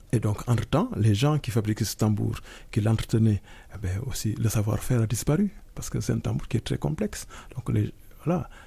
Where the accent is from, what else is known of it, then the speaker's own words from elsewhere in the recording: Senegal; Et puis, moi, en tant que Sénégalais, j'ai eu la chance de voir quelques masques.